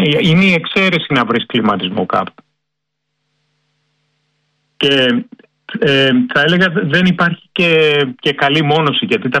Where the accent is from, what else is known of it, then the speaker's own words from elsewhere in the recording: Greece; moved away as an adult; now in Kent, United Kingdom; εμείς ως Έλληνες, ξέρω εγώ, έχουμε μεγαλώσει η Ελλάδα, έχω ζήσει σε συνθήκες κάψωνα.